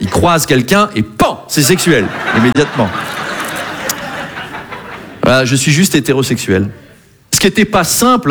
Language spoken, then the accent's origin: French; Versailles, Île-de-France, France; Hein, moi, je viens de Versailles. Il y en a qui connaissent? Qui sont déjà allés? C'est un délire, hein. Moi, j'ai passé 22 ans de ma vie là-bas.